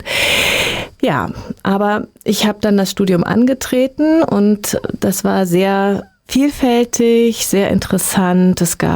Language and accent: German; Berlin, Germany; auch schon damals als Kind in Berlin in Wohnheim. Also ich bin quasi mit Menschen mit besonderen Fähigkeiten aufgewachsen.